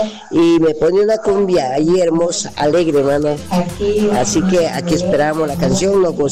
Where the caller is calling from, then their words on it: Costa Rica; Les saludo desde aquí, de Cañarreal